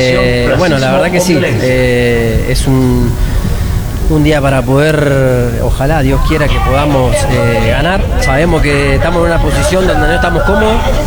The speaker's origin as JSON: {"language": "Spanish", "country": "Argentina", "moved": "as an adult", "lives_now": "Costa Rica"}